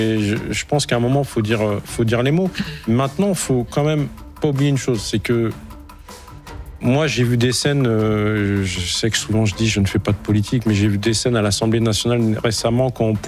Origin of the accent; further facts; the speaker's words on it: France; Moi, je suis d'origine marocaine, je suis né marocain, je suis français et fier de l'être, je suis mat de peau.